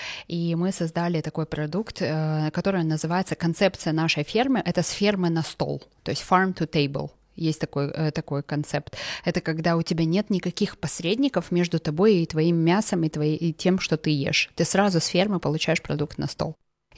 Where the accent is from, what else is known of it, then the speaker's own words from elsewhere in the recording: Zhanaarka, Karaganda Region, Kazakhstan; Мы из Жанарки, с Карагандинской области. Это даже Джасказганская область. Мы из маленького поселка.